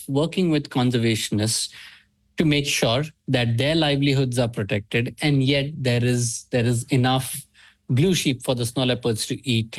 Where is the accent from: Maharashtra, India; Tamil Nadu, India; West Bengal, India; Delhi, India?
Maharashtra, India; English is a second language; now in Bangalore, India; I'm from Central India, the state of Maharashtra.